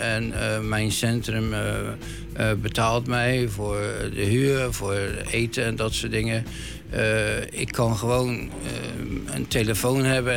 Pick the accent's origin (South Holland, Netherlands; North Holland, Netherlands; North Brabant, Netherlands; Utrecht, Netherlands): South Holland, Netherlands; Rotterdam; moved away as an adult; Ik was een gewone Rotterdammer. ik kom uit een slagersfamilie.